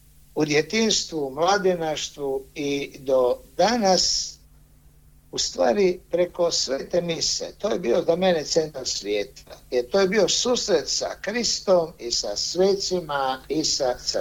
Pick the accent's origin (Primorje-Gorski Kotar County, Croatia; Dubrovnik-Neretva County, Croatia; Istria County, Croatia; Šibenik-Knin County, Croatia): Istria County, Croatia; Pula; Ja sam rođen u Puli 1959. u ribarskoj obitelji. Stanovali smo u Prvomajskoj na početku kod Zlatnih vrata, a zatim na Stoji i poslije na Velom vrhu.